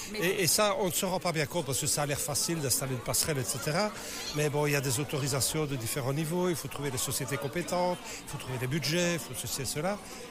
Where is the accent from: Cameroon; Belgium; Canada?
Belgium; Liège, Wallonia; now in Gaume, Belgium; Moi, je viens de Liège